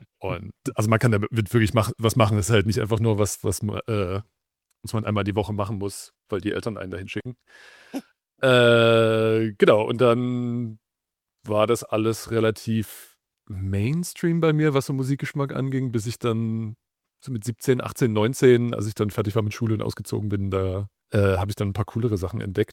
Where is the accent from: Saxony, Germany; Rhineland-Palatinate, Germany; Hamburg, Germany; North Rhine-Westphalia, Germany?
Saxony, Germany; Dresden; mit dem ich aufgewachsen bin in Dresden